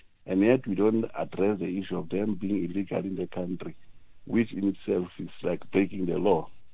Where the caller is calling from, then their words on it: South Africa; when it comes to me as a South African